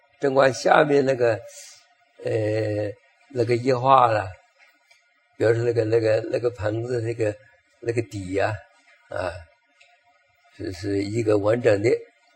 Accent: China; 我们中国人这个取姓名很多从卦里面来讲的

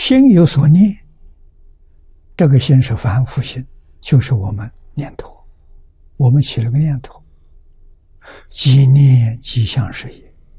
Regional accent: China; 真如，我们中国人知道。

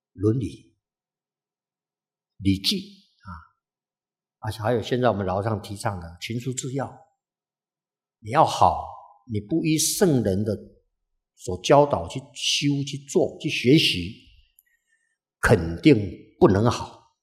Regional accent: Taiwan; 我们祖先就从大陆移民到

